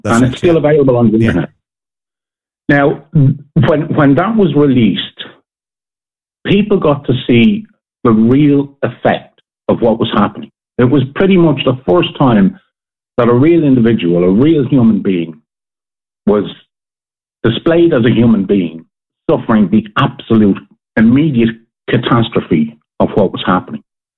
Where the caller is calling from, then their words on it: Ireland; because I'm Irish